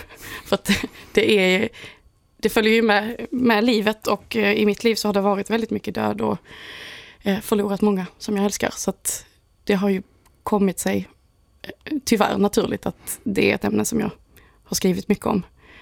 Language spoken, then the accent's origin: Swedish; Helsingborg, Skåne, Sweden; born there; moved away; also born or lived in Stockholm; Jag spelar i Helsingborg, min hemstad. Och sen spelar jag i Stockholm som också är min hemstad.